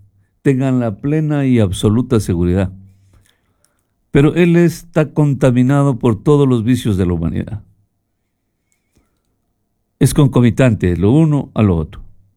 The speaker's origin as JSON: {"language": "Spanish", "country": "Ecuador", "said": "nosotros como ecuatorianos"}